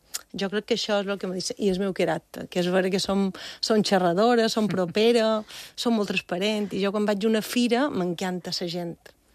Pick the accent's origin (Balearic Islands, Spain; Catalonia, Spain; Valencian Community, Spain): Balearic Islands, Spain; Bunyola; la Fira de Bunyola, del meu poble